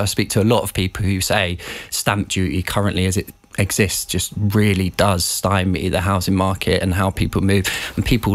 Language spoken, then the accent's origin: English; London, United Kingdom; now in Beckenham, United Kingdom; I'm from New Cross, born and bred. I live in Beckenham now because of house prices. You might call me middle class